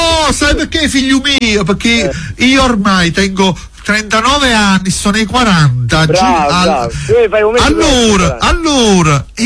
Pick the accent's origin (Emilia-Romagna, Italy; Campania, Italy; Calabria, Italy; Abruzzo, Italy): Campania, Italy; Torre del Greco; born there; sono nato a Torre del Greco.